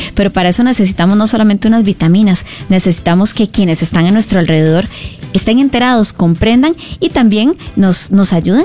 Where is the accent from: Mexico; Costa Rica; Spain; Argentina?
Costa Rica; Entonces fue una manera súper bonita de seguir recordando que se está en Costa Rica y que esta es mi tierra.